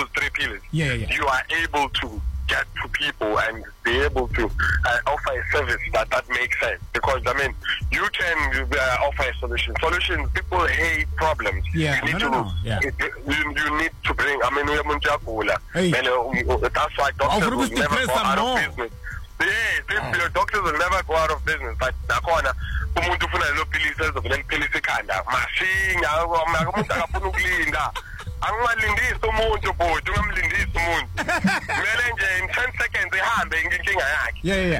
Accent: Katlehong, Gauteng, South Africa; I'm from Katewong as well.

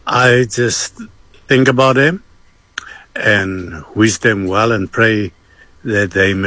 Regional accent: Elsie's River, Western Cape, South Africa; here from Elsie's River.

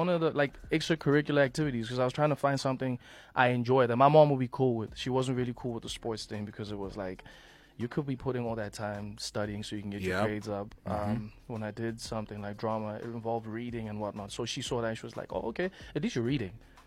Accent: Gauteng, South Africa; also born or lived in Botshabelo, Free State; I am from the Vaal. I was born in Botshabelo in Bloemfontein, but I grew up in the Vaal.

